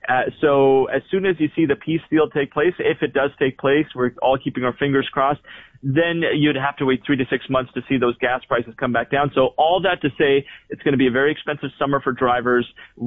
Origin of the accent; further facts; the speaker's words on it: Vancouver, British Columbia, Canada; moved away; I'm from Vancouver